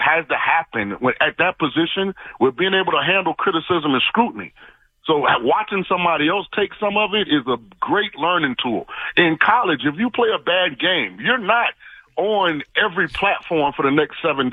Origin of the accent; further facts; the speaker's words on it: St. Petersburg, Florida, United States; I'm from St. Petersburg, Florida. I'm a diehard Rays fan.